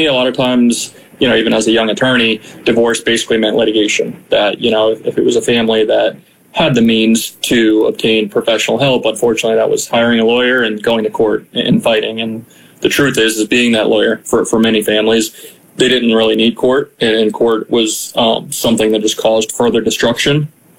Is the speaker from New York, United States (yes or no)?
no; Palm Beach County, Florida, United States; came back to South Florida. I was born and raised down in Palm Beach County, Florida.